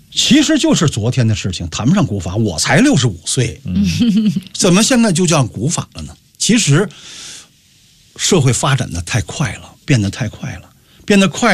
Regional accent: China; 我是中国人

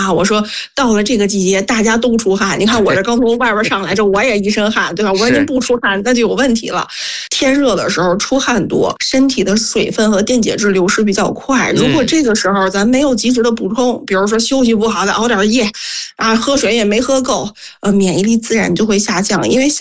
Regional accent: Northeast China, China; 我是东北人，我和于老师一个地方的啊

